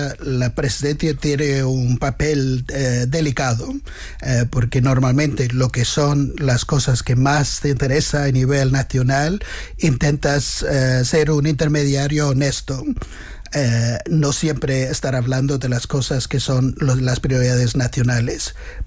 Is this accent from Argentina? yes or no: no; Ireland; now in Spain